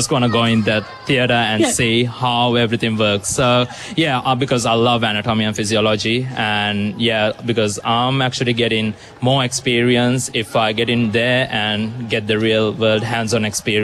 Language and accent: English; Sri Lanka; moved away; because I'm originally from Sri Lanka.